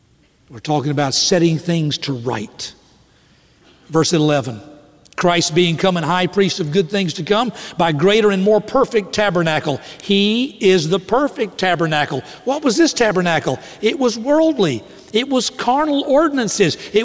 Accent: Southern United States, United States; I'm a Southerner. All Southerners are required to have some kind of Confederate money somewhere in the house. So we can show it to our Northern brethren when they come to visit.

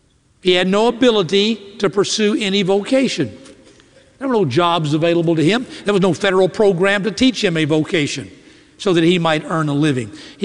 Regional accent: Greensboro, North Carolina, United States; I'm from Greensboro, North Carolina

